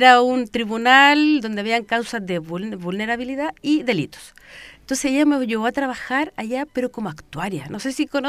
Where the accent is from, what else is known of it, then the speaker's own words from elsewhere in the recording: Puente Alto, Santiago Metropolitan Region, Chile; Yo soy de Puente Alto, yo nací, criada, sigo viviendo en Puente Alto.